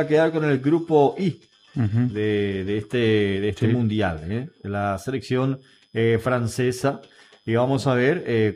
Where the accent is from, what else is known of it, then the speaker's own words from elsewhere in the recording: Paraguay; nuestro fútbol paraguayo